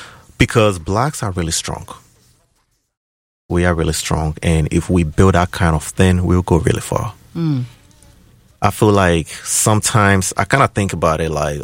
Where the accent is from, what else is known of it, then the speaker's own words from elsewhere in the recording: Ghana; now in United States; as a Ghanaian-based artist